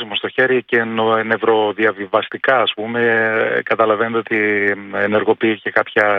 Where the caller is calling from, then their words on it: Thessaloniki, Central Macedonia, Greece; Εγώ είμαι από Θεσσαλονίκη